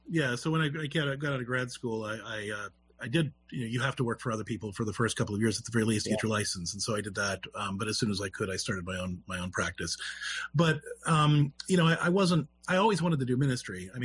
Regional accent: Clairton, Pennsylvania, United States; also born or lived in Mingo Junction, Ohio; I grew up in Clareton, Pennsylvania, which is the first place that The Deer Hunter was filmed. And then I lived like 10 miles down the road from Mango Junction, Ohio, which was the other place that Deer Hunter was filmed. And so it was very much Steel Town.

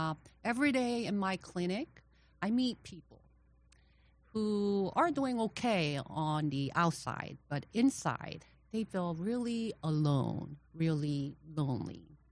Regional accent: South Korea; moved away as an adult; now in United States; I'm originally from South Korea, and I came to the U.S. Right after high school to attend a college.

